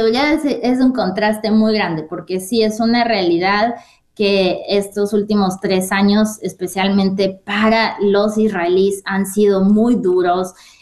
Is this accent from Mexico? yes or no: yes; Mexico; yo como mexicana